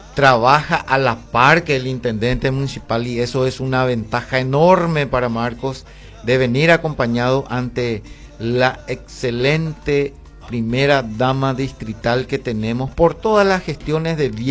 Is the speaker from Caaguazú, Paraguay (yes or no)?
yes; Coronel Oviedo, Caaguazú, Paraguay; soy obetense, soy de Coronel Oviedo.